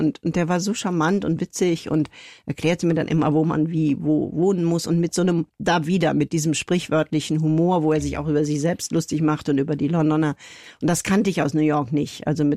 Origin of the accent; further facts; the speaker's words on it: Cologne, North Rhine-Westphalia, Germany; Und ich dachte, nee, also um Gottes Willen, ich bin Kölnerin, ich bleib beim WDR.